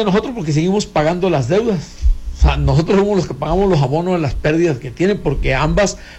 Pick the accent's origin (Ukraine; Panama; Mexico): Mexico; la deuda que los mexicanos tenemos.